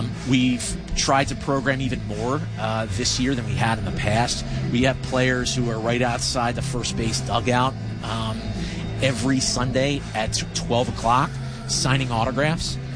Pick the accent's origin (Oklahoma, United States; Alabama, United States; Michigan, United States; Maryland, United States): Maryland, United States; Baltimore; Because I'm from Baltimore, and it's floppy hats.